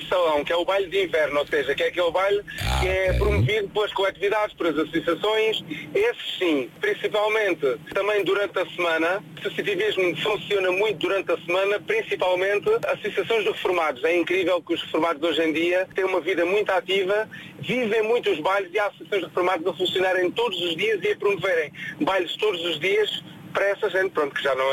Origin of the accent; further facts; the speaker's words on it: Santiago do Cacém, Alentejo, Portugal; Eu sou de Santiago do Cacém.